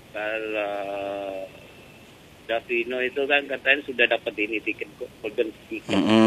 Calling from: Pamekasan, East Java, Indonesia; … Pamekasan.

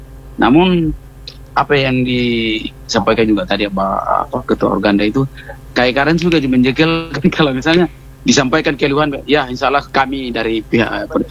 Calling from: Pinrang, South Sulawesi, Indonesia; daerah saya ini kan Kecamatan Lembang ini kan luas juga sepertiganya Pinrang kota ya.

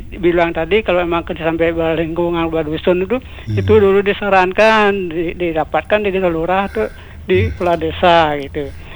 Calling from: Denpasar, Bali, Indonesia; Di Denpasar, Pak Agung.

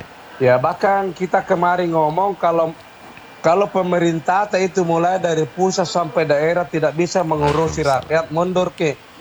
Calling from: South Sulawesi, Indonesia; Kita ini orang Sulsel beruntung ya.

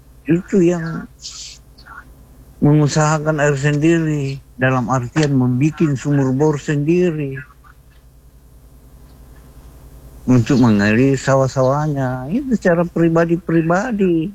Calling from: Palopo, South Sulawesi, Indonesia; Contohnya juga di kampung saya, di Palopo ya.

